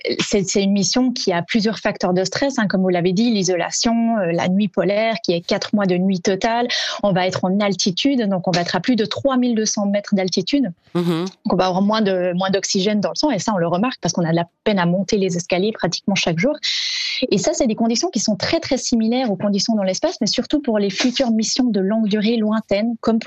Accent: Vaud, Switzerland; moved away as an adult; also born or lived in Bern / Fribourg; now in Toulouse, France; Alors la Suisse, c'est mon pays natal. Je suis née et j'ai grandi en Suisse, dans le canton de Vaud. Et j'ai poursuivi mes études à Berne, à Fribourg, et ça fait maintenant un an que je travaille au MEDES pour l'Agence spatiale française à Toulouse, dans le sud.

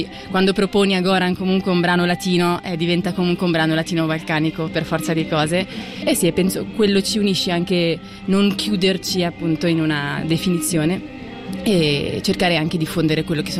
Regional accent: Ticino, Switzerland; sono di origine curda svizzera, ma nata e cresciuta in Ticino.

